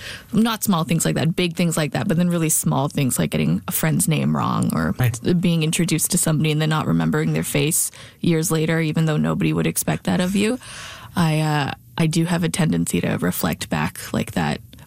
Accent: Saskatoon, Saskatchewan, Canada; growing up in Saskatoon in the early 90s and then early 2000s.

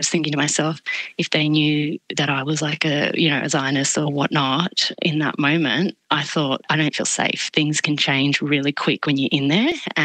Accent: Australia; we both come from varied cultural backgrounds. I'm Greek Australian myself, and something that I'm very proud of.

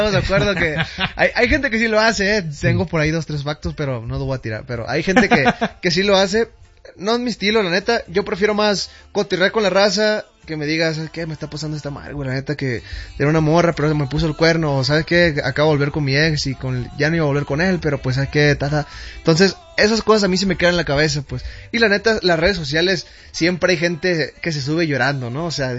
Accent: Tijuana, Baja California, Mexico; moved away as an adult; now in Sinaloa, Mexico; Yo crecí en Tijuana, yo nací en Tijuana hasta mis 20 años. A mis 21 me fui a Sinaloa, que es donde vivo actualmente, y llevo 5 años viviendo ahí.

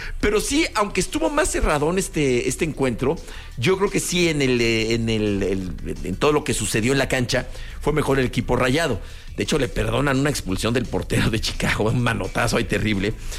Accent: Mexico; Aquí somos mexicanos, nada más.

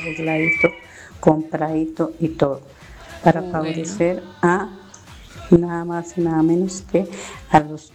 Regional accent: Florián, Santander, Colombia; Y yo aquí desde mi pueblo natal, Florian Santander.

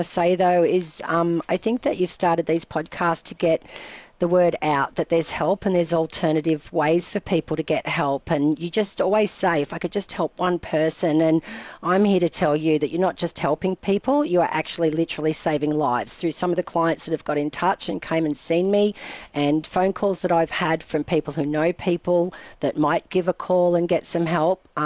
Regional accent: Ardlethan, New South Wales, Australia; you could be in my hometown again

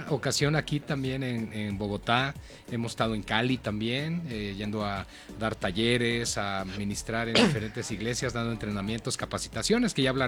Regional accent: Mexico City, Mexico; accent: marked Mexican; now in Hidalgo, Mexico; nací en Ciudad de México, sí, toda mi vida he estado allá. Vivo ahora en otro estado dentro de México, que es el estado de Hidalgo. Ahí conocí a la que es mi esposa y conocí del Señor hace 21 años.

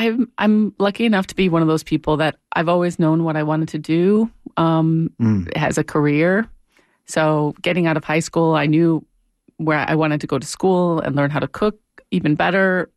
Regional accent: Ohio, United States; moved away as an adult; now in Denmark; I grew up in Ohio, yes.

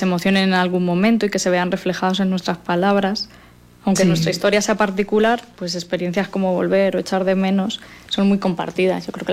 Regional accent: Motilla del Palancar, Castilla-La Mancha, Spain; me siento orgullosa de ser motillana y siempre cuando estoy fuera recuerdo que soy de Motilla.

